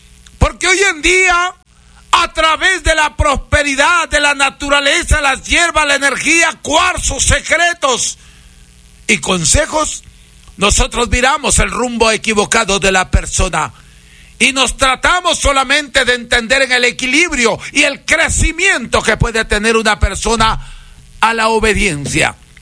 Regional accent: Peru; now in Salcedo, Ecuador; Soy peruano, soy chamán, atiendo en Salcedo

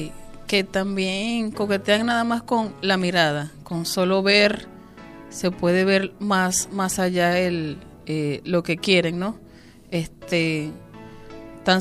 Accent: Venezuela; moved away; nosotros que somos venezolanos

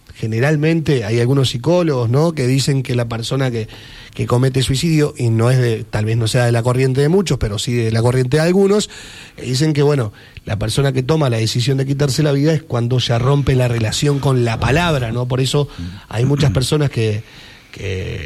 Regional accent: Uruguay; yo pertenezco a esta comunidad, somos uruguayos, vamos arriba, estamos en Mundial, cuarto de final

